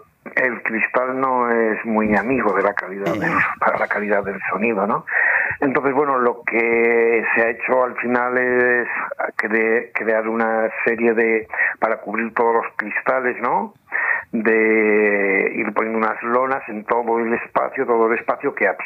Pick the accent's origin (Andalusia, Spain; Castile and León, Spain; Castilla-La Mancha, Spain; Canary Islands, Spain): Castile and León, Spain; El Bierzo; moved away; soy del Bierzo